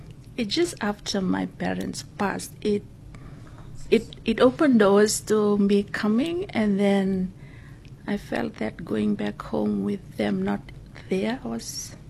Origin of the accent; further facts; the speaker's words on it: Fiji; English is a second language; moved away as an adult; now in Busselton, Australia; I'm originally from Fiji, one of the remote islands in Fiji. Tropical, more different than cold weather in Busselton. We came in 2022.